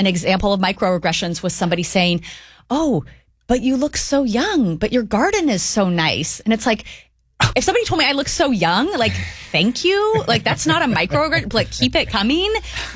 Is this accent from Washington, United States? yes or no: yes; Tri-Cities, Washington, United States; moved away; also born or lived in China / Los Angeles; I grew up in Tri-Cities.